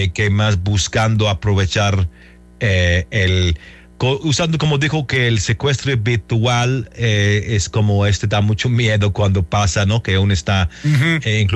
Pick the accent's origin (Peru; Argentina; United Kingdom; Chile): United Kingdom; England; Yo, como soy de Inglaterra